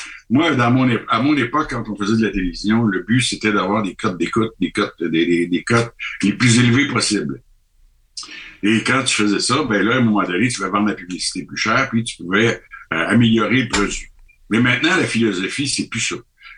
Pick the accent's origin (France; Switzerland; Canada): Canada; moi, je suis du Canada, je suis ici de passage